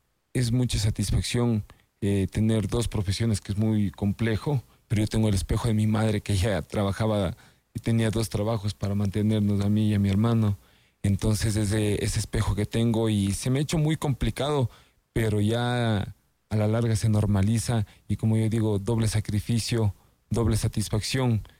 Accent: Ecuador; en el ring represento la bandera de mi Ecuador, soy muy ecuatoriano, muy orgulloso de serlo

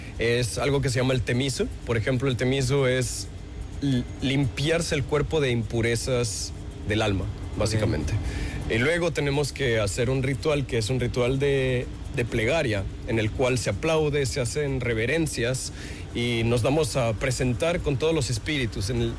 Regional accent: Santo Domingo, Santo Domingo de los Tsáchilas, Ecuador; now in Japan; Yo soy de una familia que en realidad no viene de unos recursos muy altos. De hecho, vengo de Santo Domingo

